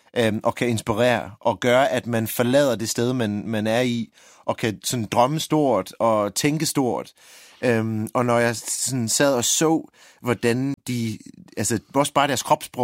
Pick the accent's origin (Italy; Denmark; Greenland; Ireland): Ireland; moved away; da jeg voksede op i Irland